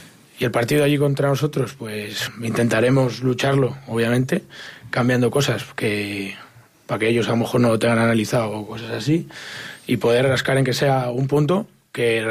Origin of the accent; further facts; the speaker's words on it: León, Castile and León, Spain; Yo al final eso que dices tú lo escuché toda la vida porque soy de León y estoy aquí al lado